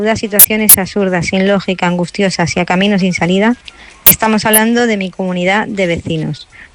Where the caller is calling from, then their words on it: Madrid, Community of Madrid, Spain; de Vallecas.